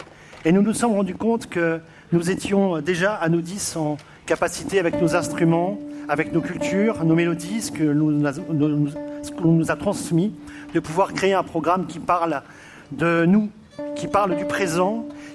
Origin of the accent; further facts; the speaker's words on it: France; chez nous, en France